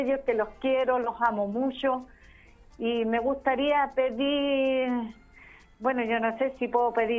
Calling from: Mejillones, Antofagasta, Chile; Le estoy llamando desde Mejillones.

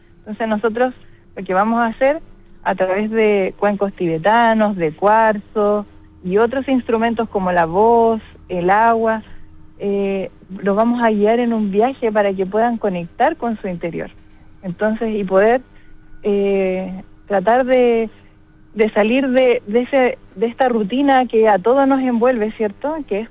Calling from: Puerto Aysén, Aysén, Chile; soy química farmacéutica del Hospital de Puerto Aysén.

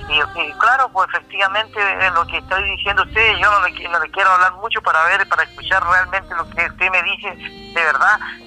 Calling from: Chaitén, Los Lagos, Chile; De Chaitén, recién de Los Lagos.

